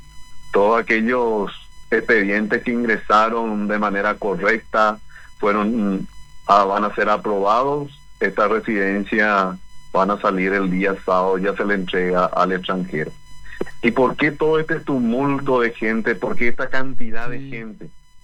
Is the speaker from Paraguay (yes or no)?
yes; Paraguay; Todo lo que nosotros hacemos como paraguayos